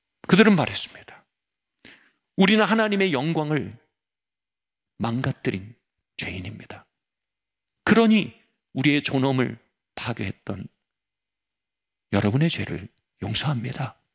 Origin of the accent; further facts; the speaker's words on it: South Korea; 왔다시와 강꼬쿠가라 기타 다이각세이데스. 나는 한국에서 온 대학생입니다.